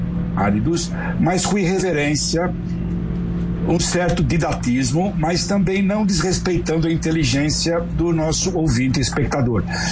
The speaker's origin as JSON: {"language": "Portuguese", "region": "São Paulo", "country": "Brazil", "tie": "born or raised there", "said": "Eu nasci no Bom Retiro, em São Paulo, que é o bairro da colônia judaica, hoje colônia coreana."}